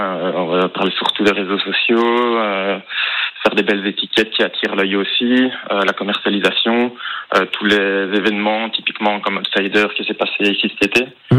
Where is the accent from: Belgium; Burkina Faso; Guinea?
Belgium; now in Saint-Patrice-du-Désert, France; Moi, je viens de Belgique